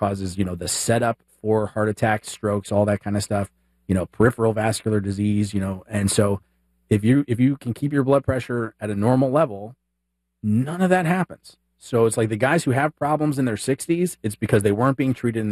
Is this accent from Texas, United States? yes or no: yes; Dallas, Texas, United States; I remember when I was living in Dallas at the time. I was a kid. I grew up in Dallas.